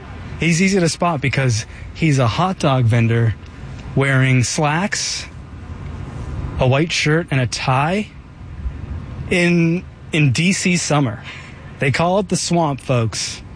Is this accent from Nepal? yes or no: no; Toronto, Ontario, Canada; My early memories of hot dogs were growing up in Toronto, going to carts like yours, and the signature in Toronto is that it's like